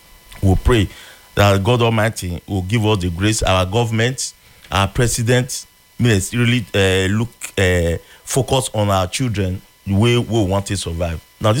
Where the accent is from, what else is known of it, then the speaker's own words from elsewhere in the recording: Nigeria; what thing this Children's Day really mean to us as a Nigerian, to our children.